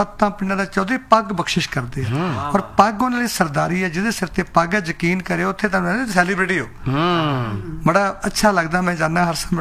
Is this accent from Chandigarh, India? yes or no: no; Amritsar, Punjab, India; ਕਿਉਂਕਿ ਮੈਂ ਅੰਮ੍ਰਿਤਸਰ ਤੋਂ, ਲਾਹੌਰ ਸਾਡੇ ਸੋਹਣਾ ਚੱਲਦਾ ਸੀ